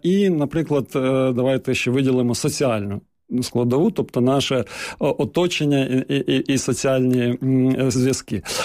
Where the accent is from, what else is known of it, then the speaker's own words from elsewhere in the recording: Kyiv, Ukraine; born there; Що я, наприклад, народився в Києві, але чомусь люди шаблонно думають, ну, якщо я тут живу там чи народився, то я все знаю.